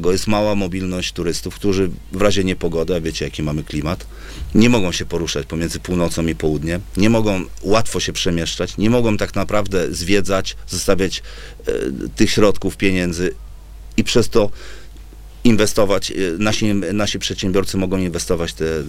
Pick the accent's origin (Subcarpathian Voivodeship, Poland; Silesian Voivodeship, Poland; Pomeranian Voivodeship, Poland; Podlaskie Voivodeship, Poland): Pomeranian Voivodeship, Poland; Ale Kaszuby są jedne, zawsze były, ja też jestem Kaszubem.